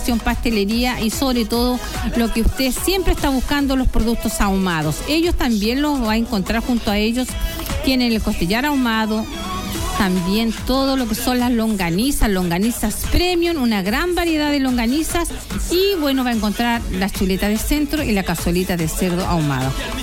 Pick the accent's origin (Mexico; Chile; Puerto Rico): Chile; si somos chilenos todos los días del año